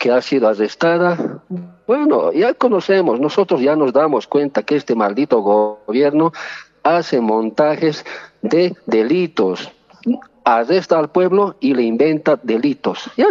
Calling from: La Paz, Bolivia; Me llamo de La Paz.

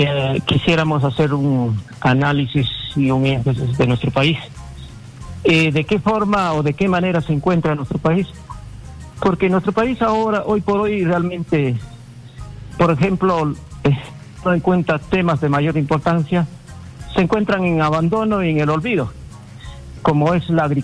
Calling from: Jauja, Junín, Peru; Estoy hablando de acá, de la provincia de Jauja, región Junín.

